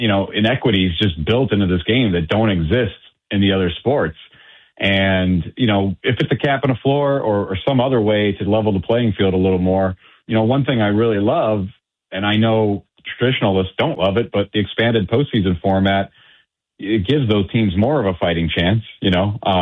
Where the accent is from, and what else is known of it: Cleveland, Ohio, United States; born or raised there